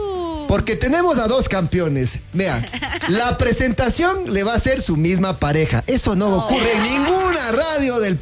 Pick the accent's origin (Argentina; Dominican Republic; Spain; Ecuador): Dominican Republic; Diony es, vea, paisano mío. Diony, bienvenido, buena tarde. Los dos somos de la República Dominicana.